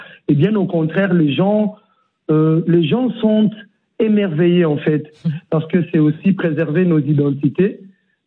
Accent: Kinshasa, DR Congo; born there

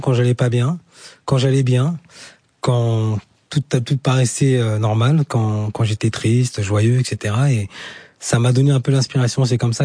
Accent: Senegal; first language Diakhanké; French is a second language; Non, normal, c'est ma langue maternelle, parce qu'au Sénégal, c'est le Wolof.

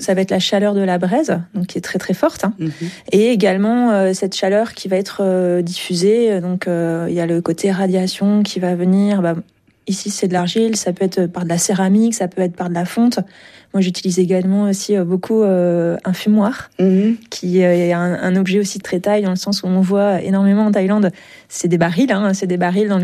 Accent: France; je suis française, hein, donc forcément, j'ai une culture culinaire française qui est familiale

